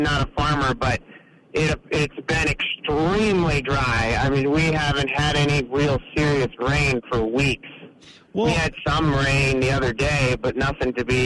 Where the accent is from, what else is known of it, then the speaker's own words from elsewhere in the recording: Ohio, United States; But where I grew up in Ohio, I thought I knew what snow was, and then I moved to Wisconsin, and now I'm like, oh, fudge, I didn't know what snow was.